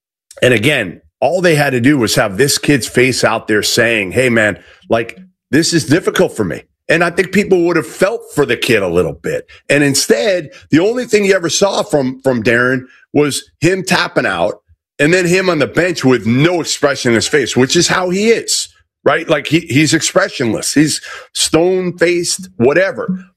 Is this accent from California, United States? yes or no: no; Massachusetts, United States; I'm from Massachusetts, so I had seen AJ since he was a sophomore in high school a bunch.